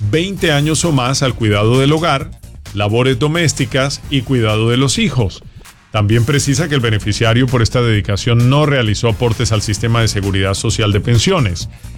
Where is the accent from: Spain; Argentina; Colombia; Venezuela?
Colombia; Bueno, yo soy colombiano y ni entiendo todas estas leyes